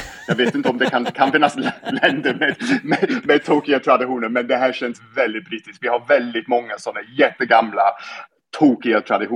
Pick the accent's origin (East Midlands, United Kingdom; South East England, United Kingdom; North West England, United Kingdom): East Midlands, United Kingdom; moved away; jag kommer från ett grevskap som har en egen ost och den är Lincolnshire Poacher.